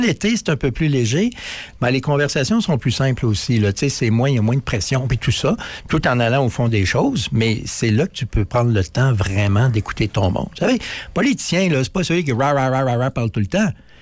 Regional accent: Quebec, Canada; et ça s'est fait chez nous au Québec.

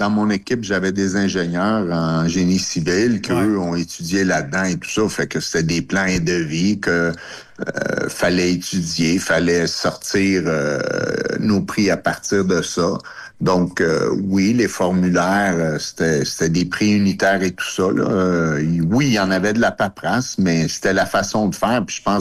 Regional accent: Laval, Quebec, Canada; born there; also born or lived in Montreal; Oui, je suis né à Montréal. J'ai habité à Laval pendant 24 ans. Puis par après, je suis déménagé sur la couronne nord de Laval.

